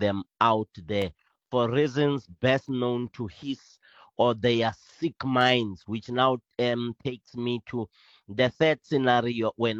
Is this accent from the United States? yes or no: no; South Africa